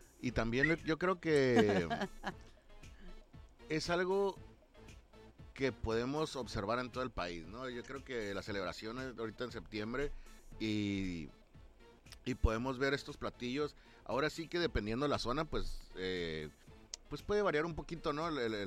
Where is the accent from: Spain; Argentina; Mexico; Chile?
Mexico